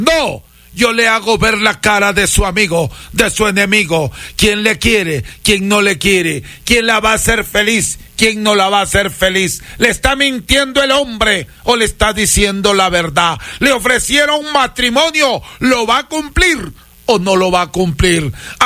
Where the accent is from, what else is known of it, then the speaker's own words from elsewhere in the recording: Peru; now in Ecuador; yo soy peruano y tengo aquí cerca de 28 años.